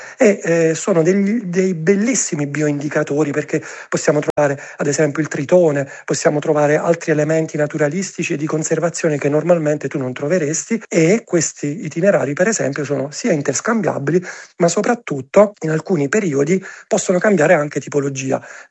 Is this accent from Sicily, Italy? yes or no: no; Ceglie Messapica, Apulia, Italy; Celje Messapica, che è il nostro paese, il mio paese, diciamo, di origine, dove opero.